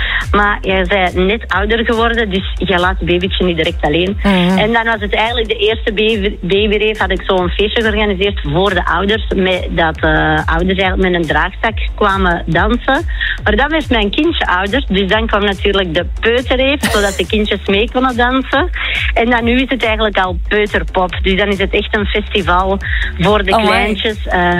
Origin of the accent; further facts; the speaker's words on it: Antwerp, Flanders, Belgium; Ik ben geboren in Merksem